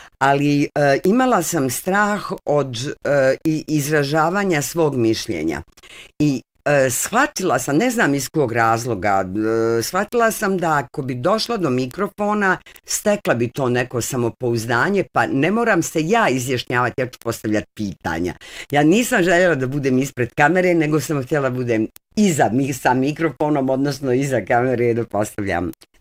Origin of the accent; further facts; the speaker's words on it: Sarajevo, Federation of Bosnia and Herzegovina, Bosnia & Herzegovina; Rodni grad u mom srcu je uvijek moj rodni grad i Sarajevo je nešto što se ne može zaboraviti